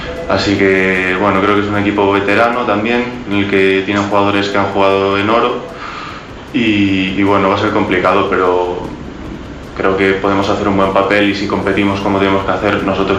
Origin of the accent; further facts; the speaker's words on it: Ourense, Galicia, Spain; now in Huesca, Spain; Yo vengo de Orense. Es una ciudad que se parece mucho, pequeña, en la que, bueno, todos nos conocemos.